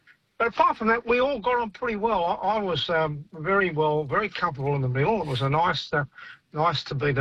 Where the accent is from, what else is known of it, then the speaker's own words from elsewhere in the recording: Port Kembla, New South Wales, Australia; now in Dulwich Hill, Australia; I was born in 1944. We came up from Port Kembla. My dad worked for the steelworks, and we moved up to his mum's place in Dulwich Hill.